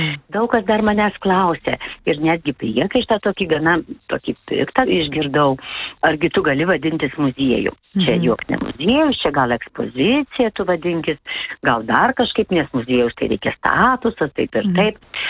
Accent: Suvalkija, Lithuania; now in Pagėgiai, Lithuania; aš esu suvalkietė.

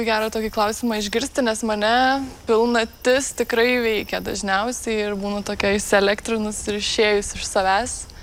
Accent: Babtai, Kaunas County, Lithuania; Tai gyvenimas Babtuose kaip vaikui buvo tikrai labai labai geras ir nekeišiau to niekada į gyvenimą mieste.

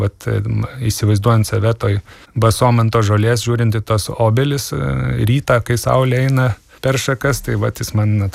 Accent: Alytus, Dzūkija, Lithuania; accent: Alytus accent; Aš esu gimęs ir užaugęs Dzūkijoje. Aš negaliu savęs vadinti dzūku, nes mano nei tėvai, nei seneliai nėra dzūkai, tai aš neturiu tos kultūrinės Dzūkijos pusės, bet aš turiu tą geografinę Dzūkijos dalį

